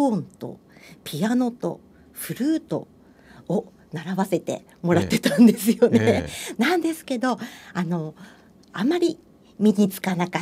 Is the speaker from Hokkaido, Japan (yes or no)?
yes; Sapporo, Hokkaido, Japan; born there; 札幌でございます。